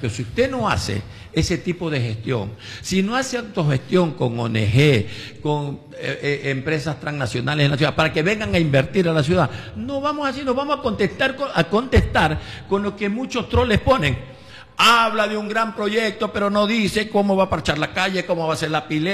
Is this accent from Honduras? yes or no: no; Manta, Manabí, Ecuador; lo mantense